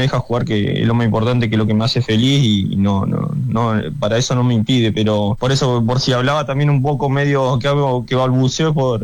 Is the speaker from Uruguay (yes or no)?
no; Neuquén, Argentina; la verdad es, yo de verdad que soy de Neuquén, pero se me ha pegado un poquito la tonada. Es difícil todo el día escuchando a los cordobeses, que no se te pegue un poco.